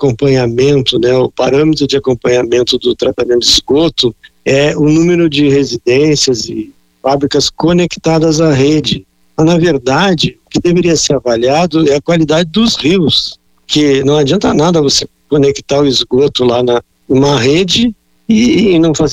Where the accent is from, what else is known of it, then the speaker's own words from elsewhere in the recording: Porto Alegre, Rio Grande do Sul, Brazil; moved away; eu sou de Porto Alegre originalmente